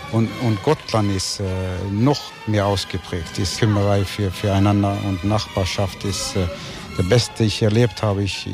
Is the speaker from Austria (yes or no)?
no; Bergen, Vestland, Norway; German is a second language; moved away; Bergen, auf der Westküste. Also wenn ich hergekommen bin seit 2010, dann habe ich ein Gefühl gehabt, dass ich zu Hause war.